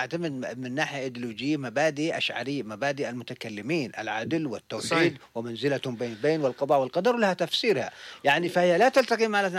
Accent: Yemen; نحن وجها لوجه مع إيران كيمنيين.

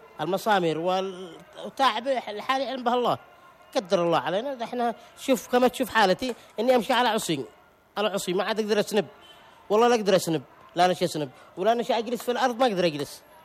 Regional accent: Yemen; نحن أخوانهم، نحن شعب يمني واحد.

